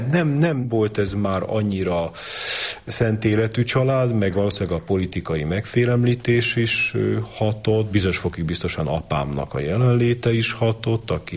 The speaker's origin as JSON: {"language": "Hungarian", "region": "Budapest", "country": "Hungary", "tie": "born or raised there", "said": "én ugye ebben a római katolikus családban nőttem fel, valahol Zuglónak a perifériáján. Félig falusi körülmények között"}